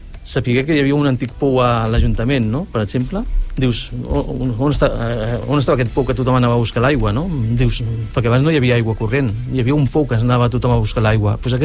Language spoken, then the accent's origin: Catalan; Sant Boi de Llobregat, Catalonia, Spain; jo soc fill de Sant Boi de tota la vida i desconeixia totalment aquestes coses